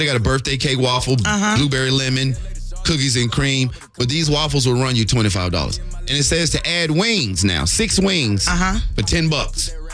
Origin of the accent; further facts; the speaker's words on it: Charlotte, North Carolina, United States; I'm from Charlotte. And we're from the same side of town.